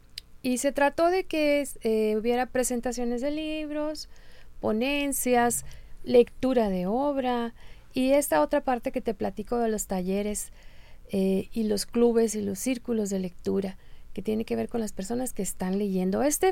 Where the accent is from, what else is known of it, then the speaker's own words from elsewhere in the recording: Navojoa, Sonora, Mexico; moved away; llegar a mi gente del sur del estado, porque es de saber que soy de Navojoa.